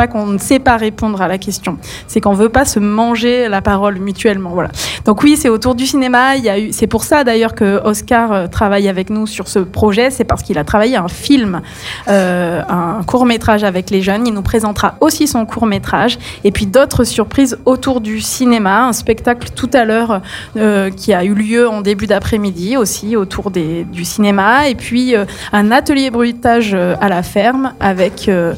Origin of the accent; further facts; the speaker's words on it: Auvergne-Rhône-Alpes, France; Alors même si je suis ardéchoise, je ne connaissais pas Saint-Barthélemy-Grozon. Et donc nous sommes partis de Priva.